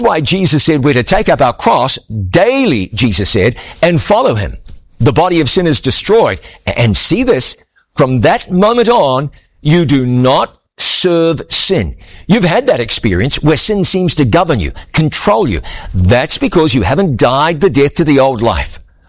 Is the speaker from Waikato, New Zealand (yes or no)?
yes; Waikato, New Zealand; born there; moved away; just 35 miles in a straight line from where I was born.